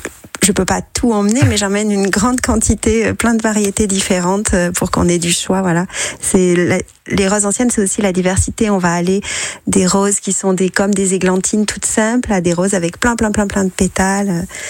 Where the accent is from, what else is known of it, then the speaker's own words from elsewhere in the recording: Provence-Alpes-Côte d'Azur, France; chez nous, en Provence, on plante à l'automne.